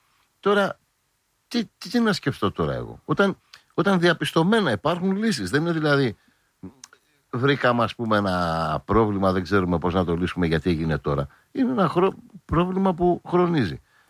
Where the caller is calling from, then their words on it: Greece; εγώ ως Έλληνας πολίτης